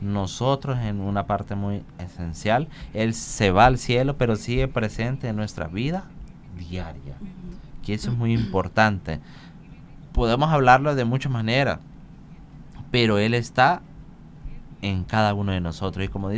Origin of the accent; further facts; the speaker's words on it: Talanga, Francisco Morazán, Honduras; cerca de ahí, de mi pueblo, de mi mamá, de Talanga